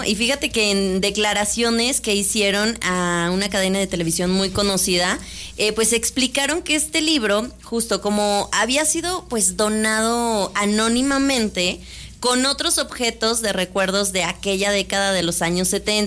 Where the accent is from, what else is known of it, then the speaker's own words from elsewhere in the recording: Mexico; Bueno, aparte pues ya somos mexicanos.